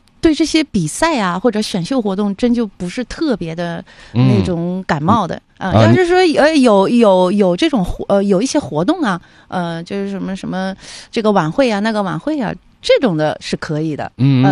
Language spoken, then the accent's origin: Chinese; Northeast China, China; 从小就是用咱们东北话讲嘛